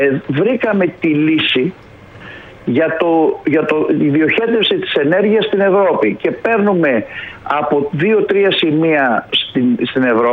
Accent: Volos, Thessaly, Greece; Δεν υπάρχει, δεν είναι και σηκέ η κατάσταση γιατί είμαι βολιώτης, οπότε...

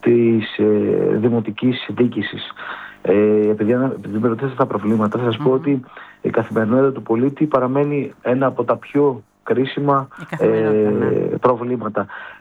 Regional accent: Rhodes, South Aegean, Greece

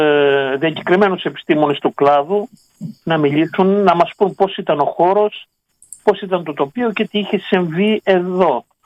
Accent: Arta, Epirus, Greece; Είναι γνωστό το χωριό μου στην Άρτα σαν Ιμάμ Τσαούς, με την παλιά του ονομασία.

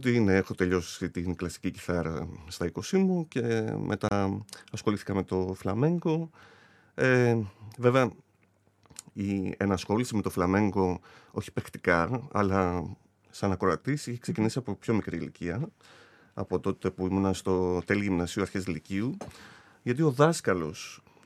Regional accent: Larissa, Thessaly, Greece; now in Thessaloniki, Greece; Γεννήθηκα και μεγάλωσα στη Λάρισα. Okay. Και μετά ήρθα για σπουδές εδώ πέρα στη Θεσσαλονίκη, στη μουσικών σπουδών.

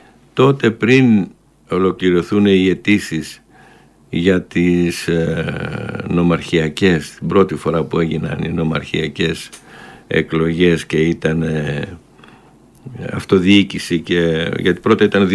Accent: Thebes, Central Greece, Greece; άμα πας έξω στο εξωτερικό και πεις είμαι από τη Θήβα

